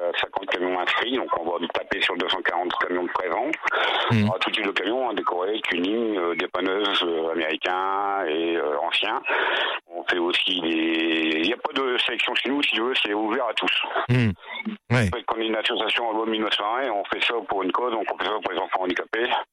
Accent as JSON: {"language": "French", "region": "Hauts-de-France", "country": "France", "said": "parce qu'on est du Nord … parce que on est tous des routiers."}